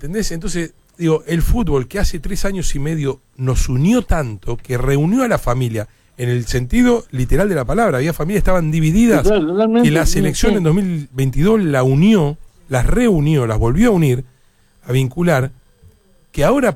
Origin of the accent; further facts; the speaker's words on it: Argentina; somos argentinos, loco.